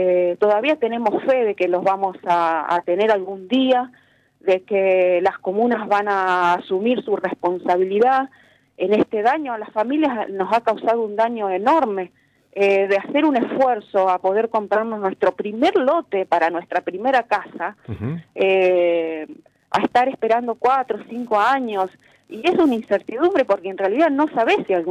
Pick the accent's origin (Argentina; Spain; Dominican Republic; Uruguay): Argentina; Rosario, Santa Fe; la mayoría de los damnificados somos rosarinos.